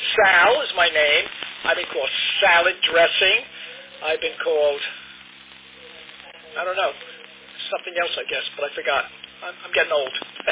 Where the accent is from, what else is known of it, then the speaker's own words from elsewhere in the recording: New York, United States; accent: New York; moved away as an adult; now in Florida, United States; 78 in a few months. … I've been down here in Florida since 2003, so a little over 22 years, but I really haven't lost my New York accent